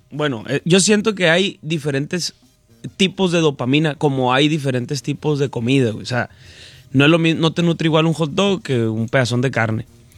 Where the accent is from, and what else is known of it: Mexico